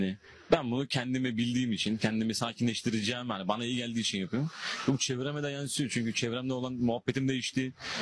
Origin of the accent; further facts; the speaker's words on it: Trabzon, Turkey; Ben sinirli insanım. Bir Trabzonluyum ben.